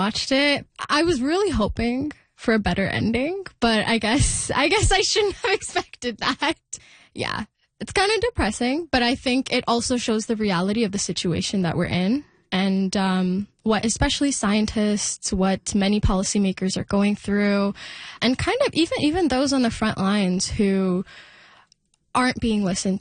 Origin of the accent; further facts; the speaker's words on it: India; first language Telugu; English is a second language; I watch Telugu movies, which is my native language.